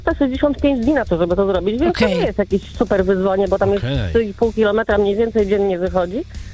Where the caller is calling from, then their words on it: Warsaw, Masovian Voivodeship, Poland; Z Warszawy.